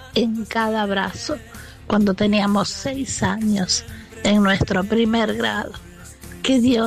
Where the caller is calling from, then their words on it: Buenos Aires, Argentina; de Villa del Parque.